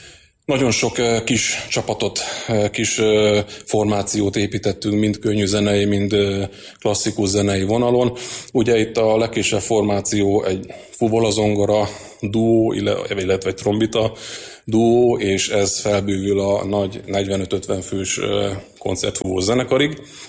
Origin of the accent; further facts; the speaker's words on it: Fehérgyarmat, Szabolcs-Szatmár-Bereg, Hungary; Én egy kisvárosból származom, Fehérgyarmatról